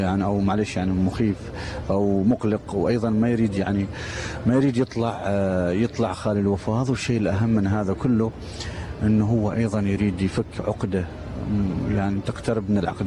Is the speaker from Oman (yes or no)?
yes; Oman; إحنا كعمانيين